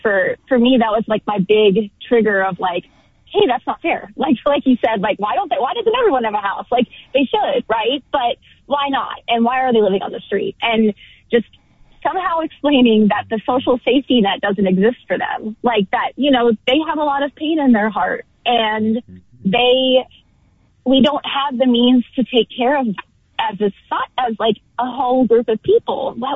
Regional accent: Kentucky, United States; born there; also born or lived in Texas; I was born in Kentucky, lived in Texas for 10 plus years, and I have experienced a huge range of social and economic mobility and movement throughout my life.

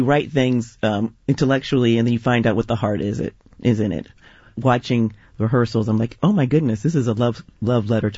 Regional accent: San Francisco, California, United States; also born or lived in Oakland; I grew up in San Francisco, but I lived in Oakland while I was a grad student

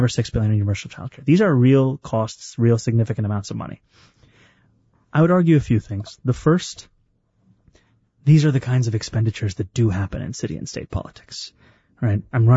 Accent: New York City, New York, United States; You know, being a New Yorker means being at ease with much of what is thrown at you.

